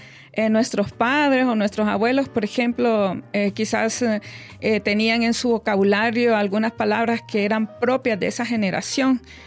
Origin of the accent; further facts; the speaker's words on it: Honduras; del español hondureño